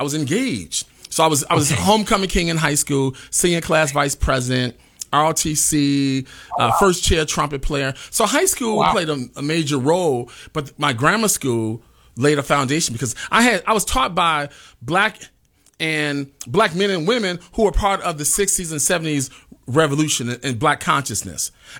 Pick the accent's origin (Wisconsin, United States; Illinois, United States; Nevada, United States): Illinois, United States; Chicago; growing up in Cabrini Green on the near north side